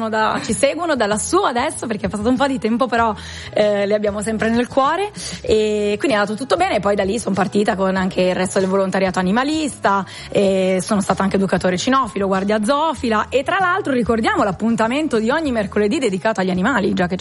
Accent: Bologna, Emilia-Romagna, Italy; now in Rome, Italy; Sì, perché io sono nata un pochino più su, sono di Bologna … appunto vivo a Roma ormai da tanti anni

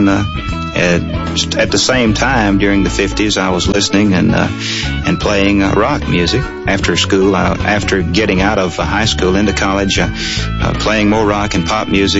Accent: Robbinsville, North Carolina, United States; I grew up in the Smoky Mountains of western North Carolina in Robbinsville, right up against Knoxville, Tennessee, on country and bluegrass, hillbilly.

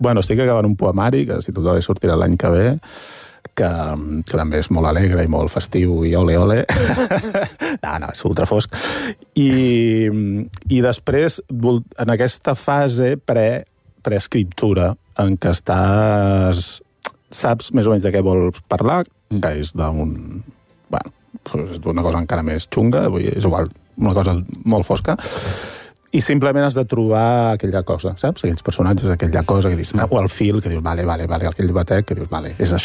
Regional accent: Taradell, Catalonia, Spain; Sí, que és d'on jo soc de Taradell, eh?

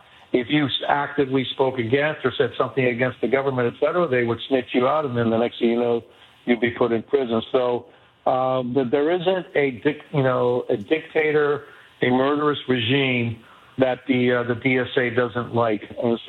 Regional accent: Miami, Florida, United States; But my story can be replicated, you know, hundreds of thousands of times here in my hometown of Miami

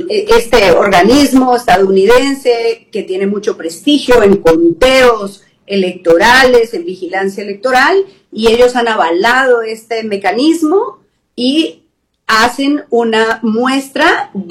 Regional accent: Colombia; now in Peru; Yo soy colombiana

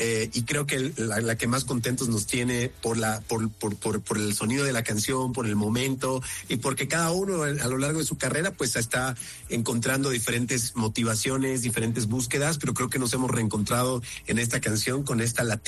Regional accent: Bolivia; ahorita desde Bolivia, desde mi tierra natal.

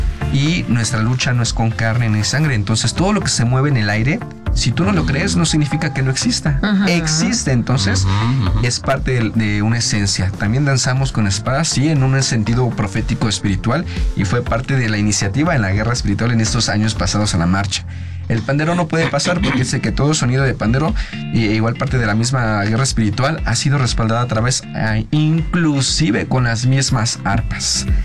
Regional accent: Mexico

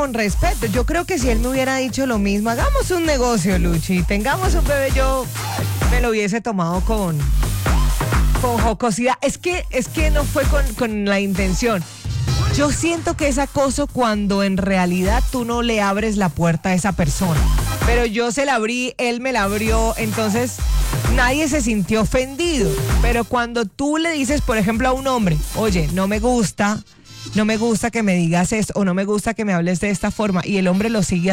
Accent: Caribbean Region, Colombia; Papi, soy costeña, a mí no me arruga nada.

